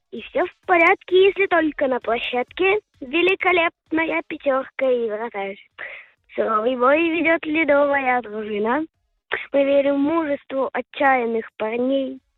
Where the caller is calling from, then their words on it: Moscow, Russia; Я из Москвы